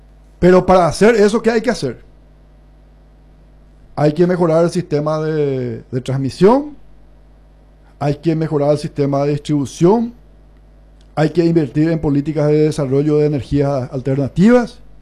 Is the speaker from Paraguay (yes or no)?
yes; Paraguay; tenemos que hablar como paraguayos.